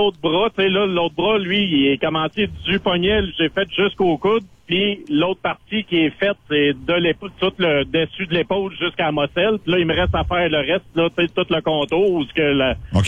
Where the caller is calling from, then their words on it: Drummondville, Quebec, Canada; je suis de Drummondville.